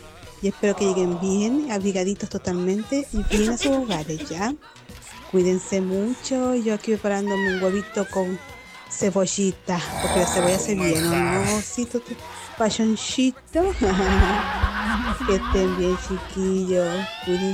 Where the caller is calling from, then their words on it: Chile; de Santa Julia.